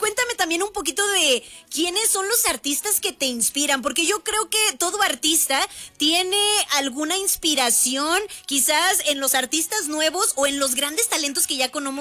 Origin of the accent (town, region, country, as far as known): Mexico